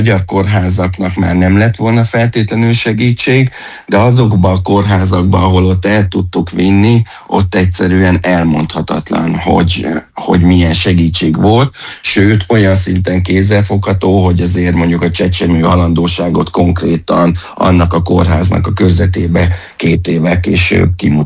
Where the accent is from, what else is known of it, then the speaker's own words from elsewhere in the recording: Hungary; ott is tudják, hogy Magyarországról vagyunk, ott is a döntéshozók tudták, hogy reformátusok vagyunk